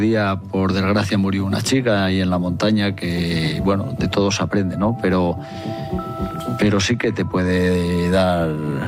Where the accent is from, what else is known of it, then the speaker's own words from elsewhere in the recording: Béjar, Castile and León, Spain; Yo soy de Béjar, jamón.